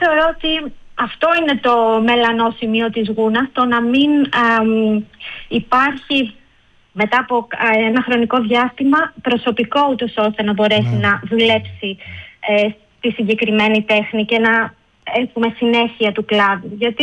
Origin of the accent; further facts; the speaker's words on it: Kastoria, Western Macedonia, Greece; born there; moved away as an adult; μου δόθηκε η ευκαιρία να γυρίσω στην πόλη μου.